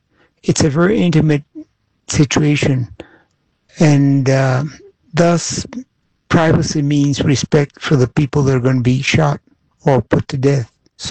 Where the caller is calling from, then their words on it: Mexico; from Mexico.